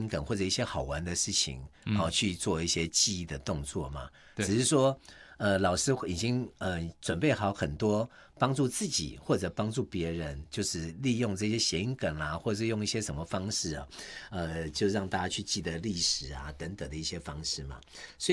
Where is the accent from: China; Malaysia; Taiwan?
Taiwan